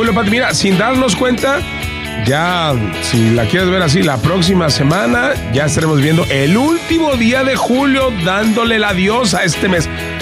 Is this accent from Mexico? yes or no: yes; Mexico; also born or lived in Guadalajara, Mexico; now in United States; Nosotros, bueno, somos de México, allá vivimos en Guadalajara muchos años.